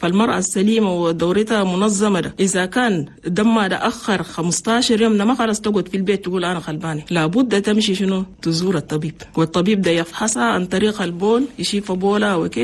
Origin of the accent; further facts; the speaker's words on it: Chad; لأننا نحن عندنا في تشاد نسبة موت عن الأمهات